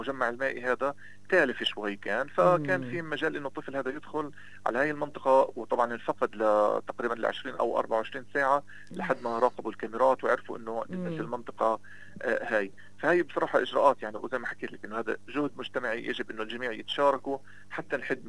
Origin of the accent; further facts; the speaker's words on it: Hebron, West Bank, Palestine; عندنا في الخليل